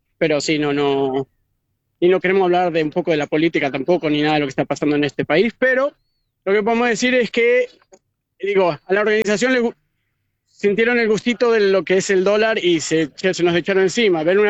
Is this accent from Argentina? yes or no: yes; San Martín de los Andes, Neuquén, Argentina; now in Dallas, United States; Vivimos en Dallas, bien. Un par de horas de acá, pero en realidad en Neuquén, de San Martín de los Andes.